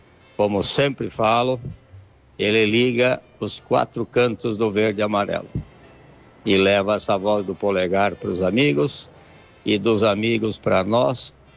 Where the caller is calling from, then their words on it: Estrela, Rio Grande do Sul, Brazil; na linda e maravilhosa Estrela.